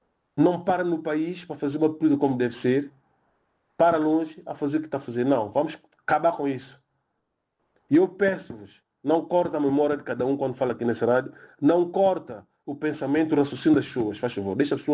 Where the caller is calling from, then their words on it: São Tomé & Príncipe; Eu sou santomense